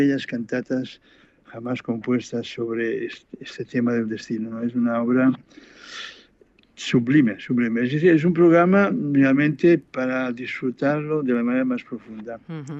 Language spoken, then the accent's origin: Spanish; Catalonia, Spain